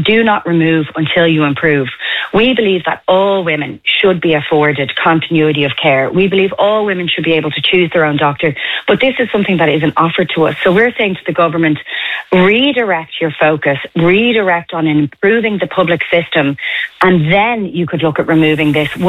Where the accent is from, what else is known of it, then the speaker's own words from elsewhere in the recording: Ireland; as an Irish woman, we've battled for choice for long enough